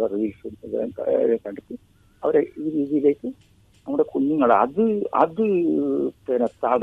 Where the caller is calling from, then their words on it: Kasaragod, Kerala, India; ഞാൻ കാസർഗോഡ് നിന്നാണ് വിളിക്കുന്നത്.